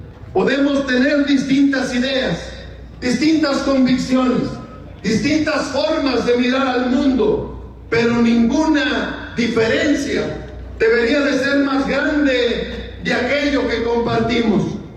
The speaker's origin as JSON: {"language": "Spanish", "region": "Durango", "country": "Mexico", "said": "somos duranguenses y somos mexicanos."}